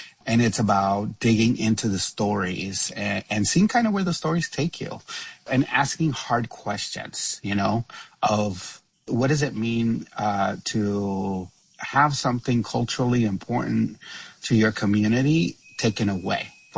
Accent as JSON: {"language": "English", "region": "Texas", "country": "United States", "tie": "born or raised there", "said": "I am Mexican. I'm Latino growing up in Texas"}